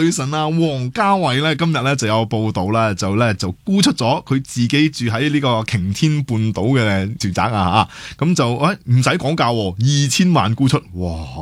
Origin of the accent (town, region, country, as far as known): Hong Kong